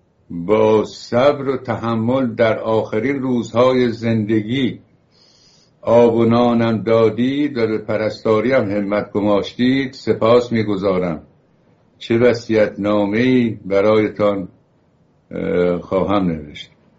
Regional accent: Iran; ما ایرانی هستیم، جای دیگری نداریم برویم.

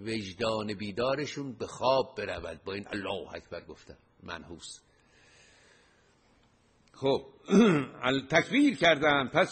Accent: Iran; ما ایرانی هستیم.

